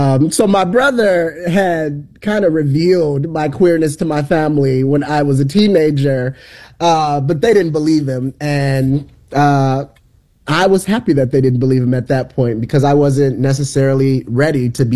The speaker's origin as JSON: {"language": "English", "town": "Cleveland", "region": "Ohio", "country": "United States", "tie": "born there", "also_born_or_lived": "Chicago, Illinois / Pomona, California / Atlanta, Georgia", "said": "So I grew up mostly between Chicago and Cleveland, spending summers in Cleveland, Ohio, as an elementary school and I had a short stint. My dad got remarried to my stepmom and lived in Atlanta for a little bit. But I was full time in Cleveland as a high school student."}